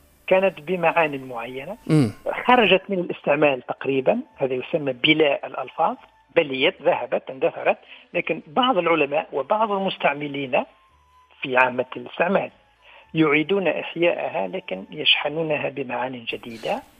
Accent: southern Tunisia, Tunisia; هناك أيضا لفظة هي من أيضا مستعملة عندنا في الجنوب، هي الشكبان.

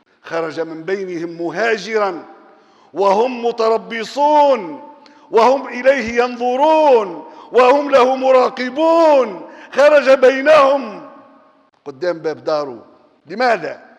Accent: Tunisia; بلادنا تونس

